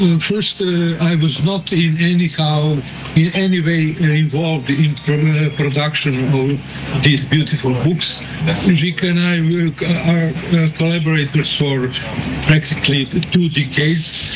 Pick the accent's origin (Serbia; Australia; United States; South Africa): Serbia; Zemun, Belgrade; I was born in Belgrade, but I grew up in Zemun, who is perfect embodiment of the provincial town, quite with the Austro-Hungarian atmosphere, which was totally different than that in Belgrade, who was just across the river.